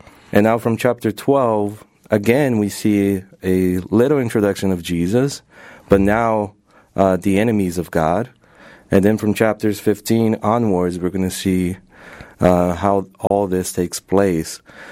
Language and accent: English; Brazil; now in United States; Yeah, I come from Brazil, and I'm currently doing a doctoral program here at Andrews University on the New Testament area and biblical studies.